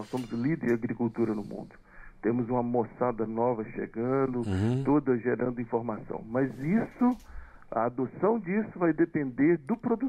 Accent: Governador Valadares, Minas Gerais, Brazil; now in Sete Lagoas, Brazil; Na realidade, eu nasci, morei e fui registrado num distrito de Governador Valadares chamado Chonim de Cima.

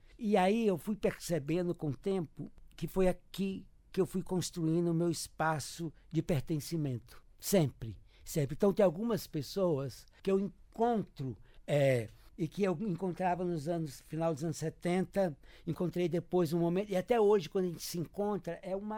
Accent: Taguatinga, Federal District, Brazil; born there; also born or lived in Corinto, Minas Gerais; a minha adolescência se deu, a minha vida, eu fui criado em Taguatinga, né?

